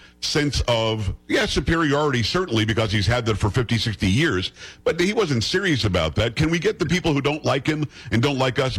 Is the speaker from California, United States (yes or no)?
no; Florida, United States; I grew up in South Florida.